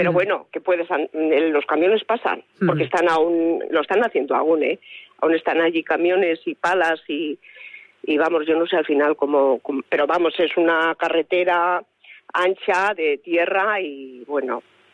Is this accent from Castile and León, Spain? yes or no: yes; Zamora, Castile and León, Spain; Si nosotros somos de Zamora